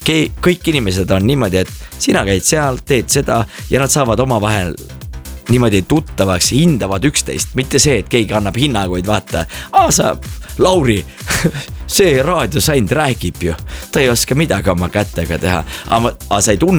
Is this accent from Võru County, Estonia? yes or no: yes; Võru, Võru County, Estonia; Mina olen Võrus pärit, seal öeldakse maka, ehk siis maga, magan Võru keeles.